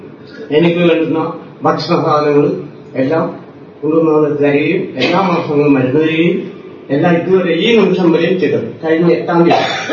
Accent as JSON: {"language": "Malayalam", "region": "Kerala", "country": "India", "tie": "born or raised there", "said": "ഞാൻ പാലാരൂർ സ്വദേശിയാണ്."}